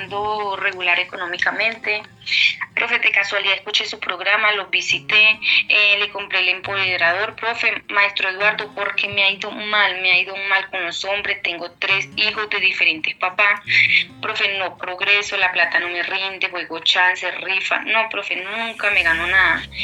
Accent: Venezuela

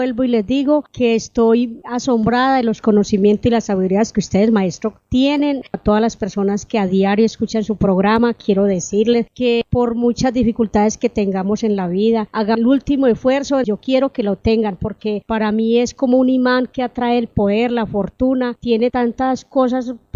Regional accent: Girardota, Antioquia, Colombia; Yo soy de Girardota, maestro.

